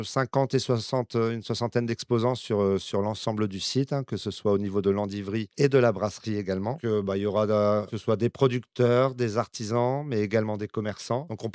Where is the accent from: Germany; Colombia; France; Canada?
France; Marcoing, Hauts-de-France; Moi, forcément, je suis né là. Je suis à Marcoing, c'est ma famille, c'est ma sœur qui a repris l'exploitation.